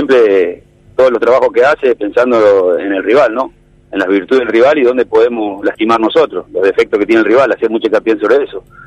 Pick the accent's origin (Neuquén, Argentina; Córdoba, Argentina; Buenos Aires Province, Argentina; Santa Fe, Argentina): Santa Fe, Argentina; Vera; born there; yo soy nacido en Vera, Santa Fe, soy del norte santafesino